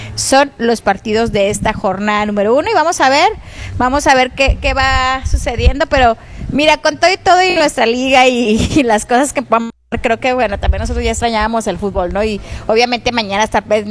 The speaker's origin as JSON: {"language": "Spanish", "country": "Mexico", "said": "Vamos, y al ya final, sabes, como buenos mexicanos."}